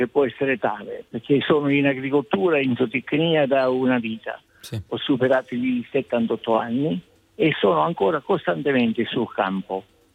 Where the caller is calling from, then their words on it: Putignano, Apulia, Italy; Io chiamo da Putignano, provincia di Bari.